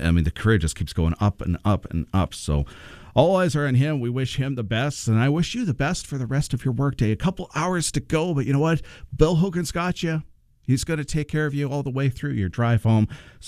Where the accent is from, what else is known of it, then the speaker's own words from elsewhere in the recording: Atikokan, Ontario, Canada; 93.5 in Atticoken, my hometown.